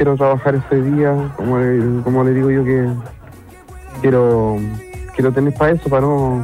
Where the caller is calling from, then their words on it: Chile; Yo soy de las Lomas de Oriente 3.